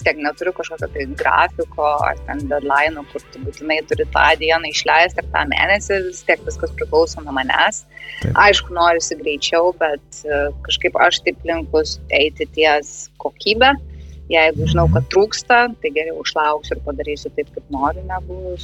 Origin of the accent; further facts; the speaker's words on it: Vilnius, Vilnius County, Lithuania; nes aš pati iš Vilniaus esu gimus, Joniškėse, tai va, tai kažkaip norėčiau parodyti jam ir pačią šalį ir visas tas gražias vietas, kur užaugau.